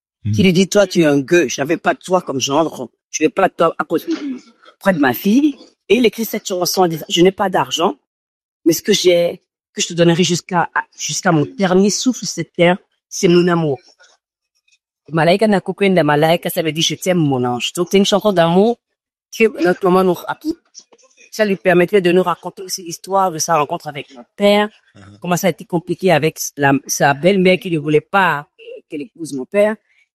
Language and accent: French; Benin; moi, j'ai grandi en Afrique, au Bénin